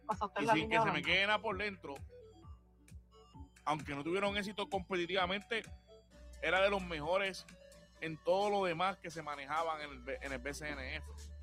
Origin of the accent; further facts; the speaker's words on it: Caguas, Puerto Rico; Yo que soy nacido y criado en Caguas